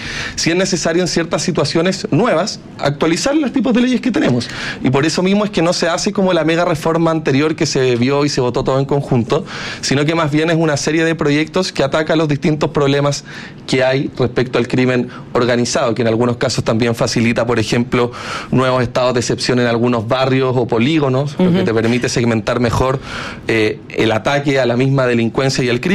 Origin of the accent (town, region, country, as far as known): Chile